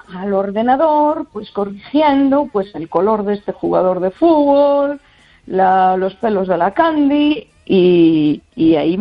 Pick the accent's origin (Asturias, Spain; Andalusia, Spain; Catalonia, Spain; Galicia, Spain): Galicia, Spain; del Barbanza.